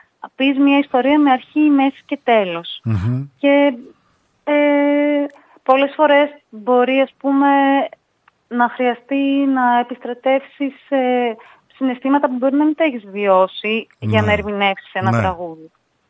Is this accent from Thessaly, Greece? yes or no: no; Thessaloniki, Central Macedonia, Greece; Γεννήθηκα και μεγάλωσα στη Θεσσαλονίκη.